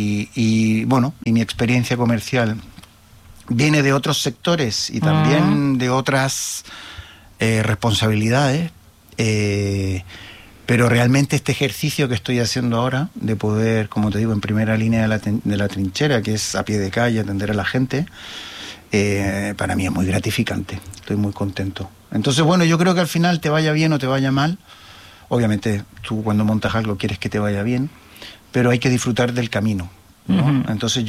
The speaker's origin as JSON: {"language": "Spanish", "town": "Santiago", "region": "Santiago Metropolitan Region", "country": "Chile", "tie": "born or raised there", "moved": "as an adult", "said": "bueno, yo nací en Santiago de Chile, ¿vale? Yo soy chileno, nací el 20 de abril de 1971, bajo la dictadura del señor Pinochet, con lo cual toda mi juventud, hasta los 23 años estuve en Chile"}